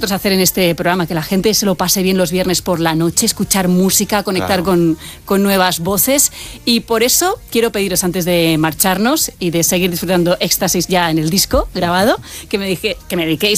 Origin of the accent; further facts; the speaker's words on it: Valencia, Valencian Community, Spain; Después, la sala El Loco, yo soy de Valencia.